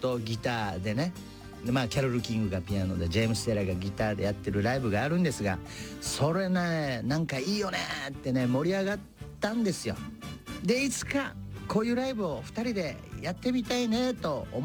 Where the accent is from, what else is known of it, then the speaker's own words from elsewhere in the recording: Okinawa, Japan; まあ僕はね沖縄出身で、ナンクルナイサーっていうね言葉があります。